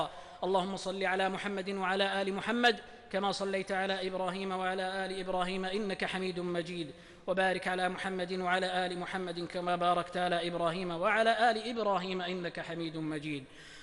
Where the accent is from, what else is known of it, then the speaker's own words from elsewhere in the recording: Saudi Arabia; اللهم من أراد بلادنا المملكة العربية السعودية قلعة الإسلام وحصن المسلمين بكيد وسوء، فرد كيده في نحره